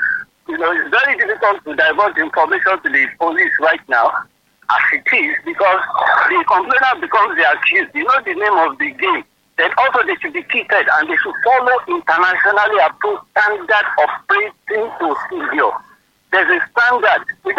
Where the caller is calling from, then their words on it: Nigeria; I'm calling from Ringo.